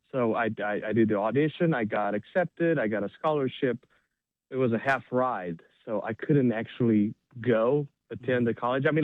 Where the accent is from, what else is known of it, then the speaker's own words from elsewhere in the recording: Romania; moved away as an adult; now in United States; I was 20 years old, so yeah, I was born and raised in Romania in a very musical family.